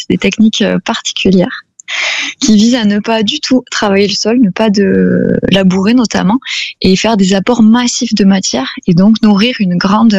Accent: Occitanie, France; Je suis née et j'ai grandi en Aveyron. Après, j'ai fait mes études à Toulouse, puis à Lille, dans le Nord, pour l'orthophonie.

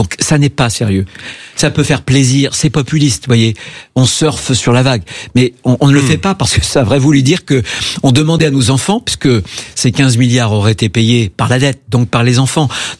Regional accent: France; Je suis français

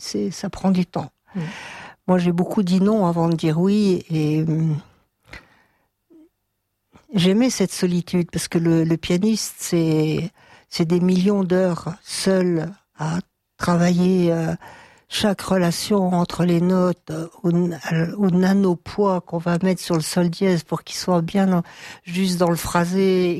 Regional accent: Strasbourg, Grand Est, France; born there; Je suis née à Strasbourg car mon père travaille au Conseil de l'Europe, à la création du Conseil de l'Europe

